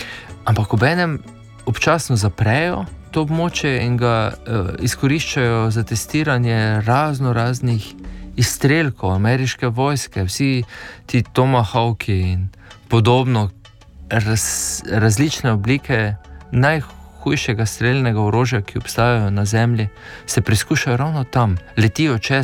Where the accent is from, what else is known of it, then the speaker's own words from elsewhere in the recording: Destrnik, Drava, Slovenia; moved away as an adult; prihajam iz Destrnika pri Ptuju, živel sem na nek način zelo zavarovano, varno otroštvo